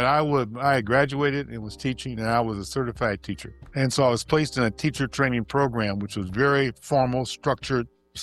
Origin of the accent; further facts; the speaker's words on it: Chicago, Illinois, United States; also born or lived in Dominican Republic; So that was a revelation to people I grew up with in Chicago and my family.